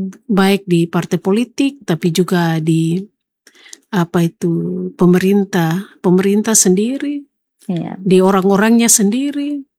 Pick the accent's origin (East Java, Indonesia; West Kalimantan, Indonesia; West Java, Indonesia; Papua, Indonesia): Papua, Indonesia; Terutama anak-anak kita, orang asli Papua.